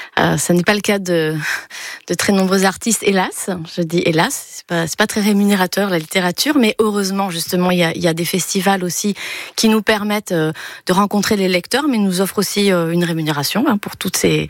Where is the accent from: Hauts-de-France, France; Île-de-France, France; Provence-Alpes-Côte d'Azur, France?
Provence-Alpes-Côte d'Azur, France; Grasse; j'ai grandi à Grasse.